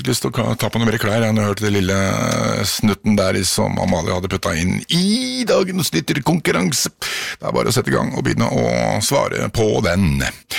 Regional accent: Oslo, Norway; Det er ikke så mange igjen av oss som kommer fra Oslo. Det er jo blitt en innflytterby etter hvert.

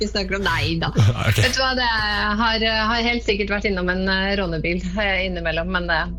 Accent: Hamar, Innlandet, Norway; now in Østfold, Norway; Ja, jeg er fra Østlandet, og jeg har vokst opp på Hamar med Kirkebakken som nesten nærmeste nabo og rånerne i Kirkebakken, så nummer én der. Og nå bor jeg i Østfold

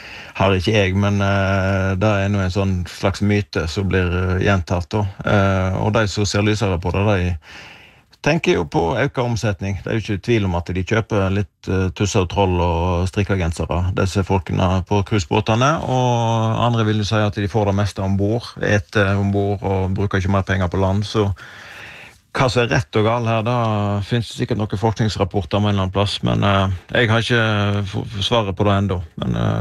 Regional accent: Vestland, Norway

